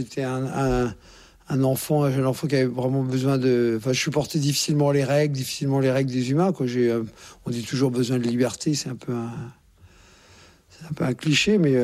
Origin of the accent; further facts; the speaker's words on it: Courbevoie, Île-de-France, France; born there; je suis né à Courbevoie, donc c'est pas une région, comme chacun sait, qui ne pullule pas de chevaux.